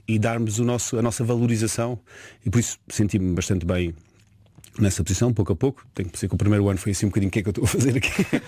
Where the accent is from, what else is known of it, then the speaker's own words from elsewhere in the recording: Lisbon, Portugal; born there; nasci em Lisboa